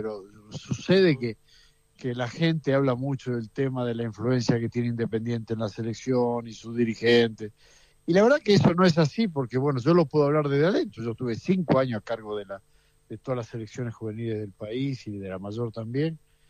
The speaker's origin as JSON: {"language": "Spanish", "country": "Argentina", "said": "Así que como argentino feliz de que venga un argentino a dirigir con la trayectoria de Gallardo"}